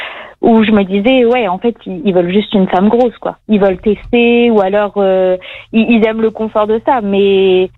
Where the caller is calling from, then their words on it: Lille, Hauts-de-France, France; C'est ça, je suis à Lille.